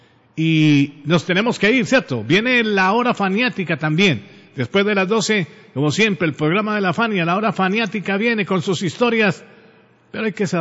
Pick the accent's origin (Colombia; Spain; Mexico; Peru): Colombia; born there; yo soy orgullosamente hispano, orgullosamente latino. Hablo orgullosamente este castellano, ¿no? Pero nosotros en la calle decimos, hablo orgullosamente este español. Nací en una tierra maravillosa, en la puerta Suramérica, en un país lleno de verde, en un país lleno de esmeraldas